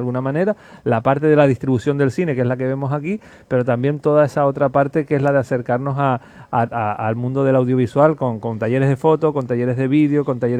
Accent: Canary Islands, Spain; sobre todo en un territorio como el nuestro, como Canarias, donde hay una fragilidad muy, muy evidente entre la naturaleza y nosotros y nuestro modo de vida

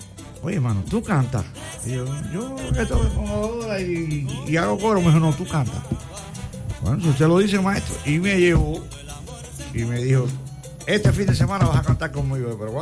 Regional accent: Puerto Rico; also born or lived in Cuba; yo soy más boricua.

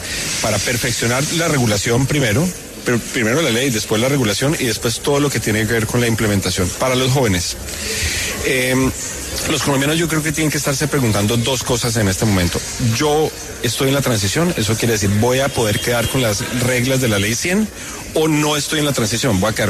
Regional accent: Colombia; como somos todos los colombianos en este momento, 25 millones de trabajadores formales que tenemos cotizaciones

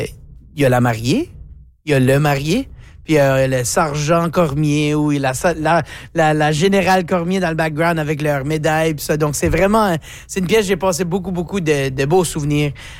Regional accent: Cap-Pelé, New Brunswick, Canada; born there; moved away; je viens du sud-est du Nouveau-Brunswick, la Légion en Capelé, là, c'est la salle communautaire.

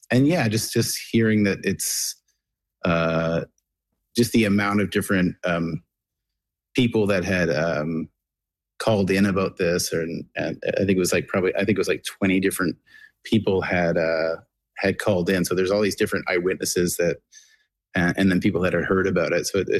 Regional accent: Nova Scotia, Canada; I heard about the story, but I didn't realize how close it was to my hometown. Because it was the Shag Harbor, and I always knew the town as Clark's Harbor

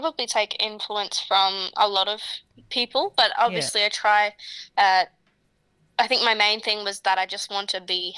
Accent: Bundaberg, Queensland, Australia; I'm from Bundaberg, Queensland. I'm 19 years old.

